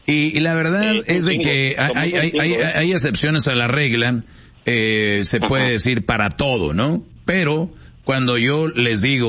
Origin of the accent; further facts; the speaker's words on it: Monterrey, Nuevo León, Mexico; como buen regio me siento en Monterrey